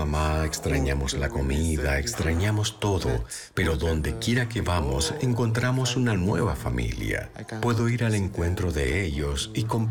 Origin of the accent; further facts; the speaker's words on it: Cerro de Pasco, Pasco, Peru; born there; Nací en Cerro de Pasco. Es una ciudad a 4.318 metros sobre el nivel del mar. Hace mucho frío.